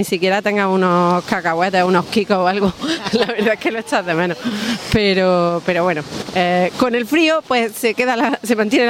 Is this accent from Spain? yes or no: yes; Granada, Andalusia, Spain; now in Germany; Pues soy de Granada y vivimos en Alemania.